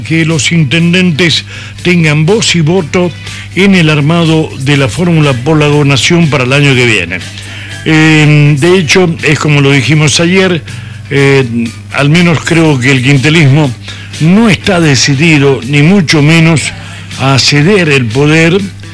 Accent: Argentina; somos los argentinos

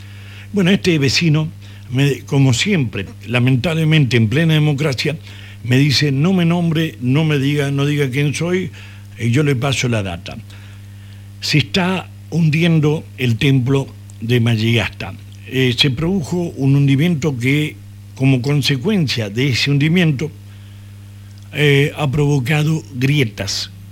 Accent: Chilecito, La Rioja, Argentina; esta condición nata de localismo manifiesto que tengo y que seguramente la gran mayoría de los chileciteños sentimos

